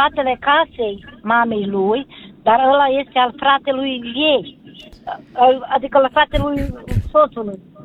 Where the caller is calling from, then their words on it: Maramureș County, Romania; Sunt din Maramureș